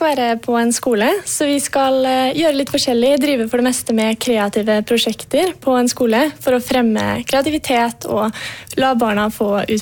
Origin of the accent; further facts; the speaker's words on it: Atrå, Telemark, Norway; Spar Atra, der jeg er fra